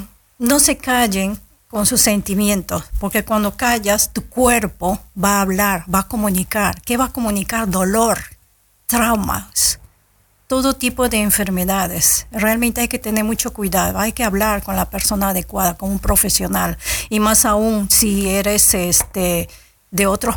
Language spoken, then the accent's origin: Spanish; Peru; moved away; Yo salí de Perú con $100, una mochila y mi Biblia.